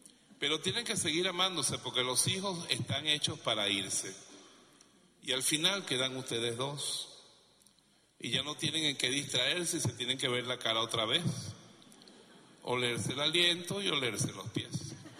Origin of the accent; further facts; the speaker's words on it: Venezuela; yo seré hijo de alemanes, pero yo soy un macho vejumero venezolano, latinoamericano